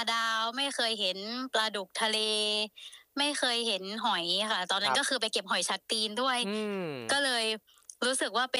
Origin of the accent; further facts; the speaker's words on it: Bangkok, Thailand; ไม่ได้เป็นคนกระบี่ค่ะก็คือเป็นคนกรุงเทพค่ะ